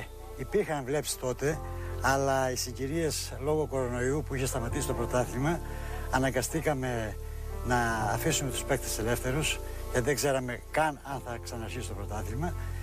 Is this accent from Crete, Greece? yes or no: yes; Damasta, Crete, Greece; moved away; also born or lived in Athens